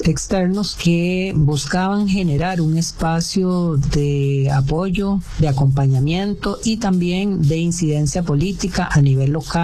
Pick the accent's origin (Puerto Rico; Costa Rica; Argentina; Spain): Costa Rica; Alajuela; now in San Ramón, Costa Rica; actualmente vivo en San Ramón de Alajuela, pero soy originario de una comunidad en el cantón de San Carlos, así que soy migrante interno